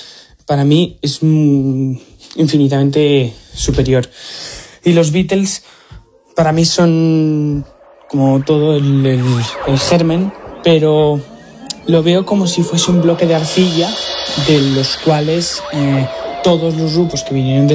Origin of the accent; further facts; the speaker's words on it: Binefa, Aragon, Spain; Hola, buenas … de Binefa, un pueblo de Huesca